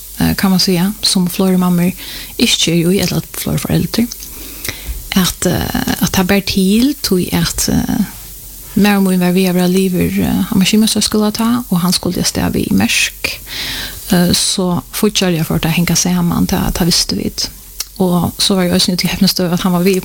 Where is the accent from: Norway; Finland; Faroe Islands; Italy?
Faroe Islands; Klaksvík; moved away as an adult; now in Gøta, Faroe Islands; 42 år gammel, født og oppvaksen i Klaksvik. Men jeg har bo i Göte og i Nekvar etter håndene, det var i 2003